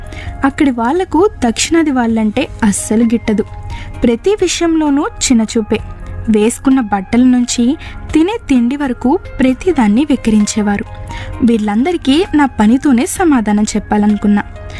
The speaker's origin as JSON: {"language": "Telugu", "town": "Talagam", "region": "Andhra Pradesh", "country": "India", "tie": "born or raised there", "said": "మాది విజయనగరం జిల్లాలోని వంగర మండలం తలగాం గ్రామం."}